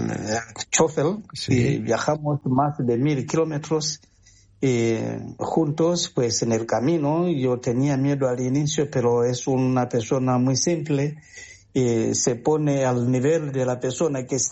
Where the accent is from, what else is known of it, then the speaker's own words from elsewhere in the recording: Tanzania; Spanish is a second language; Y llevaba párroco como 13 años en una parroquia allá en mi tierra. Pues era también la parroquia en la ciudad más importante, la ciudad muy comerciante en Tanzania.